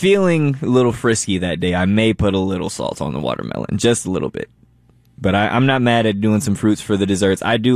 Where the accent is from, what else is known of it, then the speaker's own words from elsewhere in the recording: Stone Mountain, Georgia, United States; also born or lived in Waukegan, Illinois; I've been in Georgia for the majority of my life. I've been here since I was like 5 or 6. I actually went to Stevenson High School, so I'm over in DeKalb County and Stone Mountain.